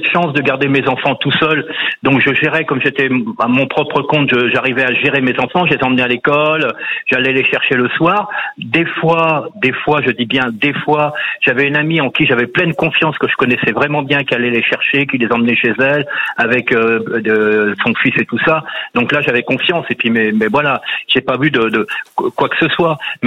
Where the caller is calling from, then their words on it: Pays de la Loire, France; tout près de chez moi, à Saint-Nazaire